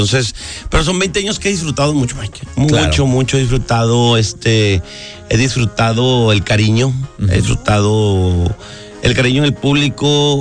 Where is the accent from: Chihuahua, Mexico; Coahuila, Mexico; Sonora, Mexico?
Chihuahua, Mexico; yo soy Chihuahua